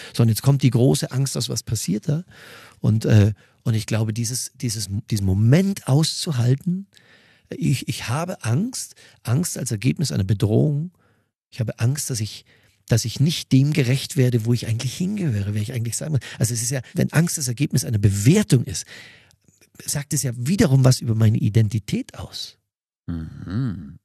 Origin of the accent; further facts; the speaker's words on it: Mühldorf am Inn, Bavaria, Germany; du hast ja katholische Wurzeln, ich habe evangelische Wurzeln und ich komme aus Mühldorf am Inn, da waren wir ganz, ganz in der Unterzahl